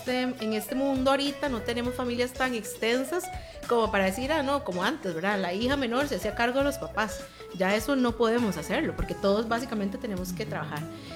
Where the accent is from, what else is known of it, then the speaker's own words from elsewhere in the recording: Costa Rica; nosotros como sociedad costarricense